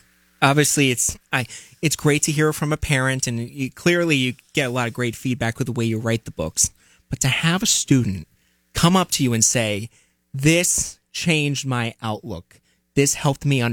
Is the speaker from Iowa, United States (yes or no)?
no; Long Island, New York, United States; I mean, as I told you in the break, I mean, I'm from Long Island, a small place, but...